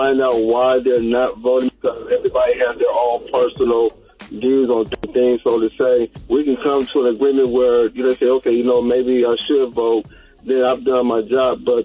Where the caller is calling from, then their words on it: Columbus, Ohio, United States; I'm calling from Columbus, Ohio.